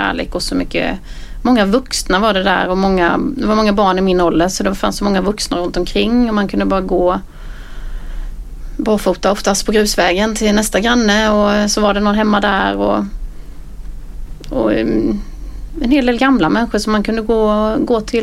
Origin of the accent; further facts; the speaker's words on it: Rataryd, Kronoberg County, Sweden; Ja, det är ju mitt hem, höll jag på att säga. Det är ju där jag kommer ifrån och där jag känner mig som mest trygg.